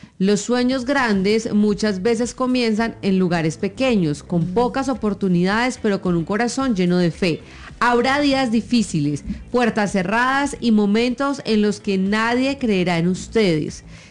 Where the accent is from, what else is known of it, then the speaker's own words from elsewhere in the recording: Colombia; porque yo soy colombiana